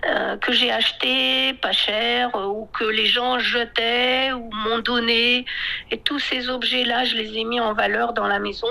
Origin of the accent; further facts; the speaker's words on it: France; moved away as an adult; now in Yunnan, China; j'ai beaucoup voyagé au Yunnan, mais je suis française.